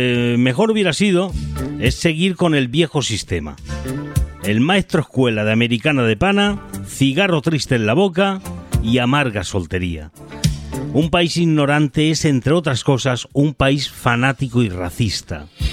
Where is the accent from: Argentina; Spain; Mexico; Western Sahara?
Spain; Somos muy machotes aquí en España.